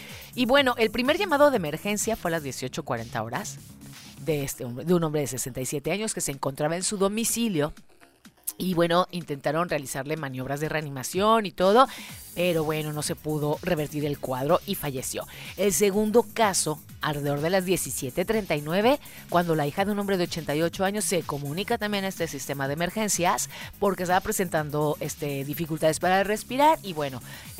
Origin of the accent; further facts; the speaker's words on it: Mexico; ¡Qué buenos somos los mexicanos en clavados!